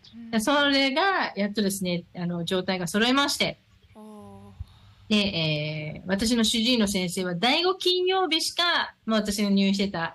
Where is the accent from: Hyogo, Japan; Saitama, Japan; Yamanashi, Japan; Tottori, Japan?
Saitama, Japan; Soka; 今日はですね、地元の埼玉県草加市からお届けさせていただきまして、